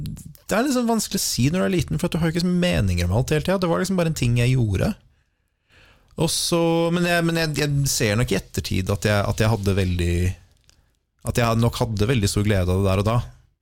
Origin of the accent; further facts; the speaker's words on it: Oslo, Norway; Jeg er vokst opp på Makrellbekken og Hovseter.